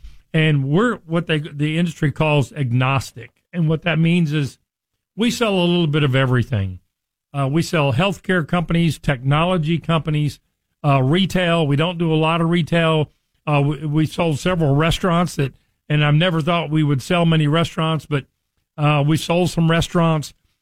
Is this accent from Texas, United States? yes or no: yes; Richardson, Texas, United States; you know, I grew up here in North Texas. I grew up in Richardson.